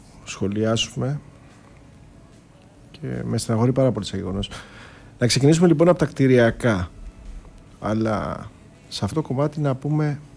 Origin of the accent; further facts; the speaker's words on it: Crete, Greece; Επειδή είμαστε και πατριώτες από την Κρήτη και δύο.